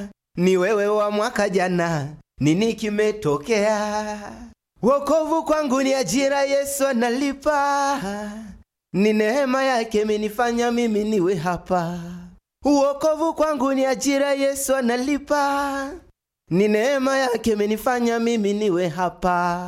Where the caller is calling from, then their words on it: Mafinga, Iringa, Tanzania; Pamoja sana natokea Mafinga, Iringa, Tanzania.